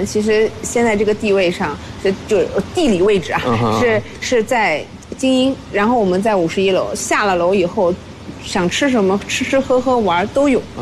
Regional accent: China; 我们中国人

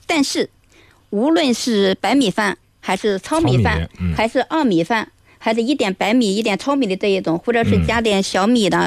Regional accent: China; 我们中国人都喜欢吃西瓜嘛

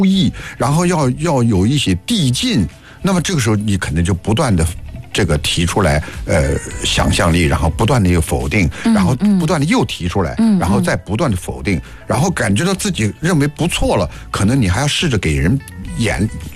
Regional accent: Nanjing, Jiangsu, China

